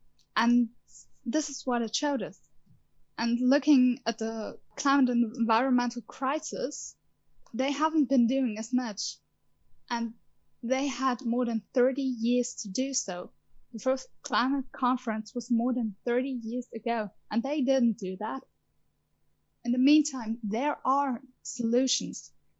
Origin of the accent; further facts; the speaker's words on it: Austria; I'm coming from Austria.